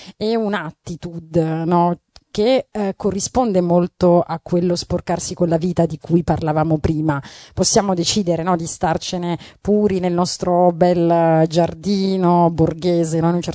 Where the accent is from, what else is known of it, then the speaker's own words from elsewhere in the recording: Turin, Piedmont, Italy; un appuntamento torinese, io e la mia città d'origine